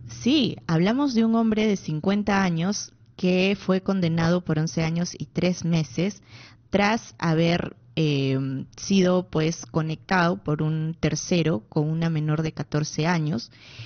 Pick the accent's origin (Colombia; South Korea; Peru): Peru; Somos peruanos como ellos